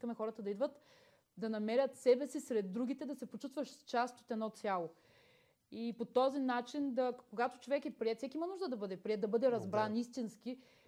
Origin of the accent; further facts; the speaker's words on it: Varna, Varna Province, Bulgaria; now in Plovdiv, Bulgaria; И тя и аз сме от Варна.